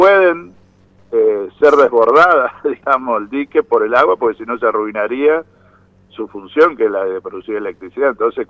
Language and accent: Spanish; Concepción del Uruguay, Entre Ríos, Argentina; Yo, que soy de Concepción del Uruguay